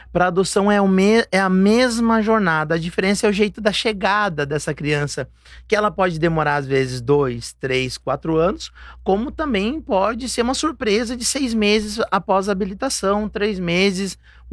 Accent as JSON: {"language": "Portuguese", "town": "Veranópolis", "region": "Rio Grande do Sul", "country": "Brazil", "said": "Morávamos em São Paulo na época, a gente estava estudando e trabalhando por lá, nós somos aqui de Veranópolis, né?"}